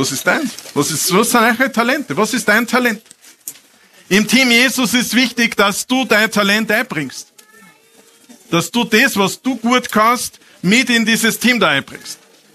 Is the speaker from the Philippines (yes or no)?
no; Austria; wir als Österreicher